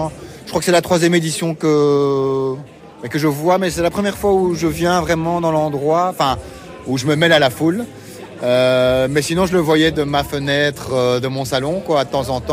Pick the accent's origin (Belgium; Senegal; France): Belgium; Brussels